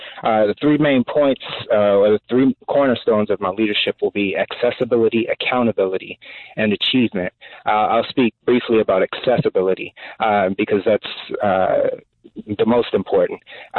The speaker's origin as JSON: {"language": "English", "town": "Baltimore", "region": "Maryland", "country": "United States", "tie": "born or raised there", "said": "I'm born and raised in Baltimore City. I graduated from Baltimore City Public Schools. I used to be a teacher in Baltimore City Public Schools, and I still live in Baltimore City. So this is my home"}